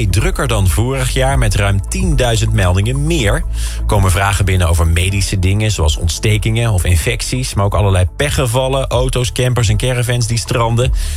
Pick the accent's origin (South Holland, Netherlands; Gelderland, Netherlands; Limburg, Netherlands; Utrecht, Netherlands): Limburg, Netherlands; Maar vroeger als kind op school vierden we dat wel. Ik kom uit Noord-Limburg.